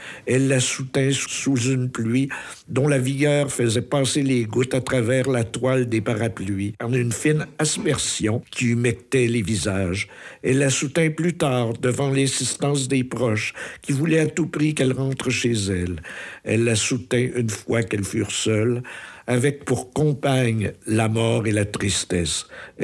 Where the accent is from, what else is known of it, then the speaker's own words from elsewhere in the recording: Quebec, Canada; ça nous touche en tant que Québécois.